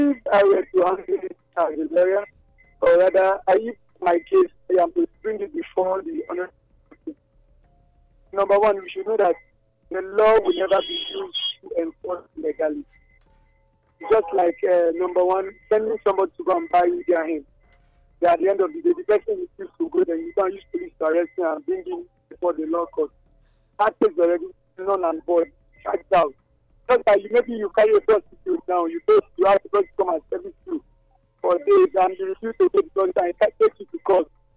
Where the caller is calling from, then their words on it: Kikubiru, Uganda; I'm calling you from Kikubiru.